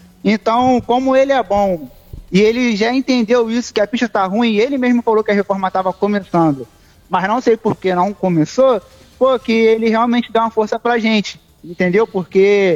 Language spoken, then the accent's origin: Portuguese; Cabo Frio, Rio de Janeiro, Brazil; Porém, de onde que eu sou? Eu sou de Cabo Frio.